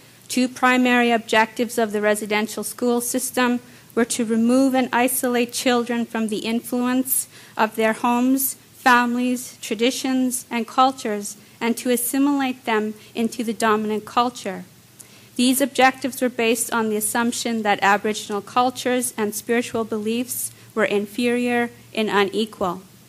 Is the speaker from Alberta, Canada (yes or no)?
yes; Alberta, Canada; I'm from the Sturgeon Lake Cree Nation, which is a part of Treaty 8 in northwestern Alberta.